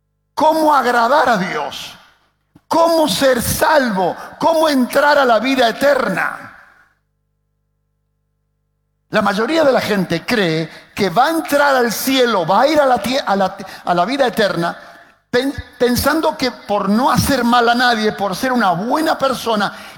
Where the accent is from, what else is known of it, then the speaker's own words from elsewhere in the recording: Argentina; Che, como argentino.